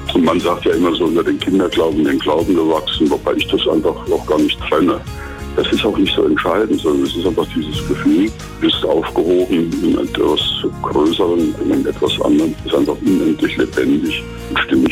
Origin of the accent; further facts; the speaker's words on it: Thuringia, Germany; Ich bin in Thüringen aber groß geworden und habe eigentlich von Anfang an nichts anderes machen wollen.